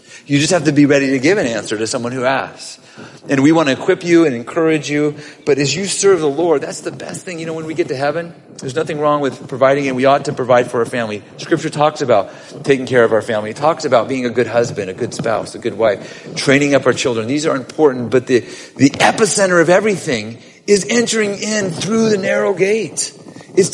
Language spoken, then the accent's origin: English; Scotland, United Kingdom; Because I'm Scottish. I always ask, when's the sale?